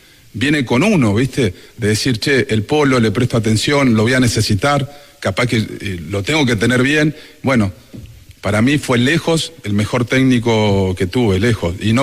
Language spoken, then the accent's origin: Spanish; Argentina; Yo soy muy argentino, soy. Después de argentino soy sudamericano.